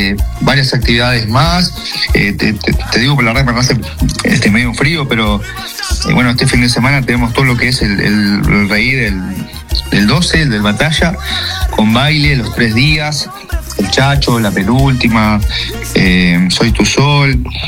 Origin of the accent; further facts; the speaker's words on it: Sarandí Grande, Florida, Uruguay; yo como sarandíes y como referente